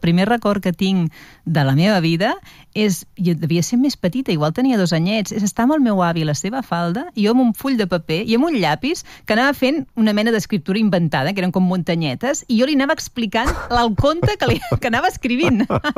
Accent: Vilafranca del Penedès, Catalonia, Spain; now in Barcelona, Spain; que per mi és el meu poble, és a dir, jo em sento més vilafranquina que res, no? Jo veig les vinyes i ja em sento a casa. Sí. I allà vaig passar la infància fins als 18 anys, que vaig tornar a Barcelona per estudiar.

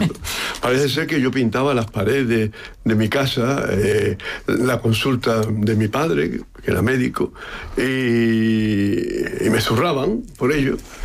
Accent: Cádiz, Andalusia, Spain; Aparte que el premio me lo han dado en Sevilla, yo soy gaditano, pero tanto... Pero son dos ciudades que han sido muy importantes en mi formación.

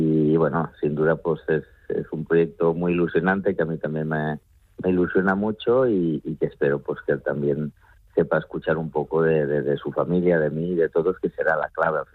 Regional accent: Lleida, Catalonia, Spain; born there; Yo nací en Lérida

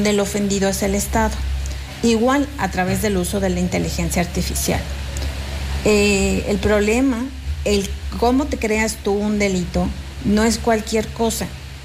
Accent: San Luis Potosí, Mexico; Y no sé qué más podría decirte, pues soy potosina principalmente en este momento con este tema.

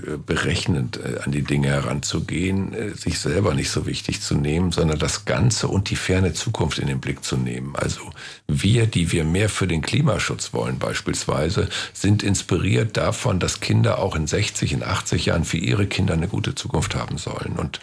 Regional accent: Osnabrück, Lower Saxony, Germany; Und das ist meine Heimatstadt, das bleibt meine Heimatstadt. Jetzt lebe ich ja bei Hannover, aber bin oft in Osnabrück.

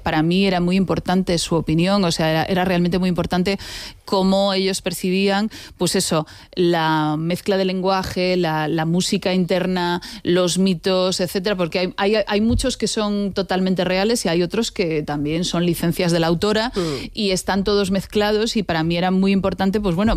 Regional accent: A Coruña, Galicia, Spain; Soy gallega de digámoslo, soy gallega. Gallega de A Coruña.

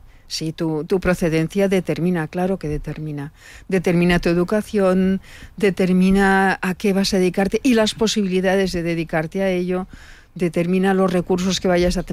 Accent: Barcelona, Catalonia, Spain; now in Cornellà, Spain; yo vengo de Nou Barris.

